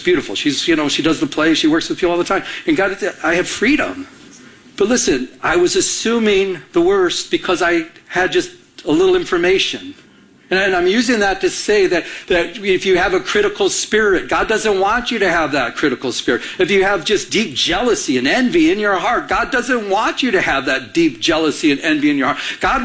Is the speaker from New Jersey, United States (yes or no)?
no; Michigan, United States; I'm from Michigan. I didn't know all these people.